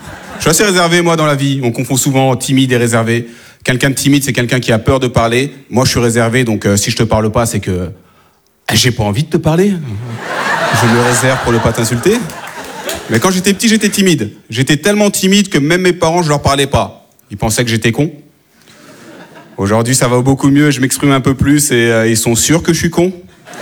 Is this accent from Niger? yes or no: no; France; born there; Je lui dis non madame, je suis pantillais, je suis d'origine malienne. Elle me dit c'est bizarre parce que vous parlez bien français. J'ai dit, madame, si je parle bien français, c'est peut-être parce que je suis né en France